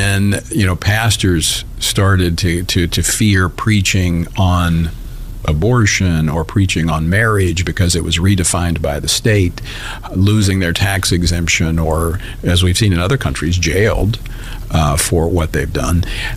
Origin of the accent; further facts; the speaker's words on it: Louisiana, United States; I've been through a number of natural disasters in my home state of Louisiana